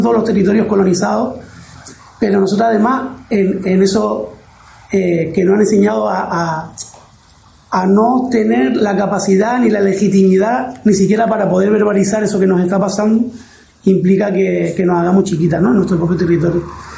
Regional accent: Canary Islands, Spain; la población canaria

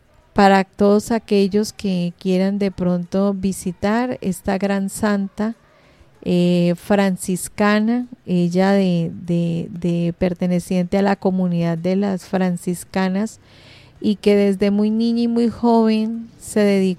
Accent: Colombia; nosotros como colombianos tener una santita

